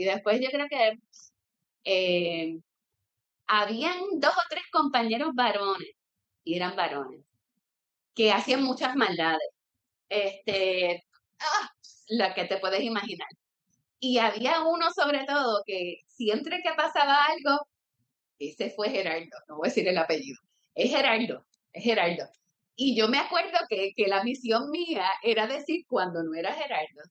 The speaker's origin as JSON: {"language": "Spanish", "town": "Caguas", "country": "Puerto Rico", "tie": "born or raised there", "also_born_or_lived": "Humacao", "said": "yo me crié en Caguas, pero después como que me mudé y no hubo como, no sé cómo decirlo."}